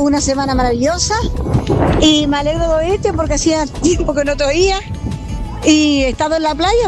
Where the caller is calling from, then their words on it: La Verdellada, Canary Islands, Spain; de la Verdillada.